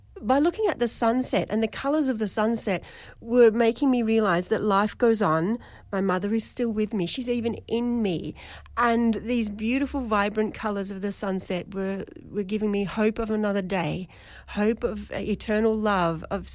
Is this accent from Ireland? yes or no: no; Melbourne, Victoria, Australia; I'm from Melbourne